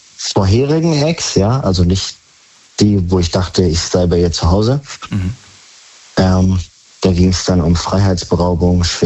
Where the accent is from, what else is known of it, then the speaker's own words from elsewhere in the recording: Freiburg, Baden-Württemberg, Germany; Ich komme aus Freiburg.